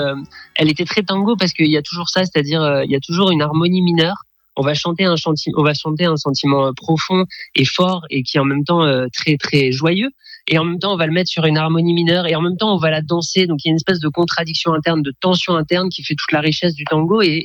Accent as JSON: {"language": "French", "town": "Paris", "region": "Île-de-France", "country": "France", "said": "Et moi, je viens de Paris"}